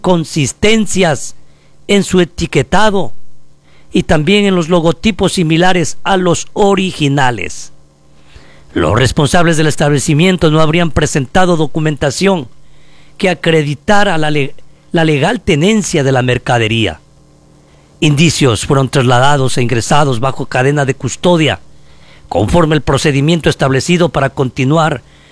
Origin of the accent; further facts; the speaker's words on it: Ecuador; hay que cumplirlas como ecuatorianos